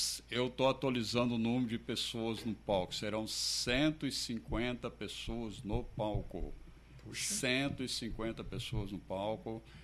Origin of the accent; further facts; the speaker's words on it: Vitória, Espírito Santo, Brazil; now in Recife, Brazil; Na minha terra natal, em Vitória, no Espírito Santo.